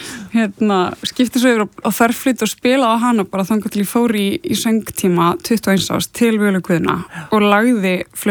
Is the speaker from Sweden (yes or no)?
yes; Gothenburg, Västra Götaland County, Sweden; Ég er alveg upp í Gautaborg og var í Barnakór Íslensku kirkjunar þar.